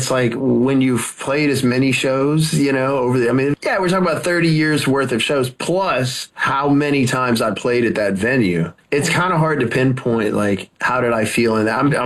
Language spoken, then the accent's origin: English; Louisiana, United States; also born or lived in California; now in Tennessee, United States; I lived in California for 22 years. And it was just kind of time to experience something different. And I'm from Louisiana. So like being closer to the South is more, it's more like natural for me, you know, because it's where I grew up.